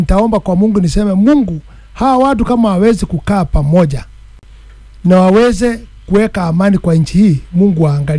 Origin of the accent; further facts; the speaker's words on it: Kenya; Sasa unakuta mtu anataka kumark mimi ati … wewe ni Mkikuyu. Yes, mimi ni Mkikuyu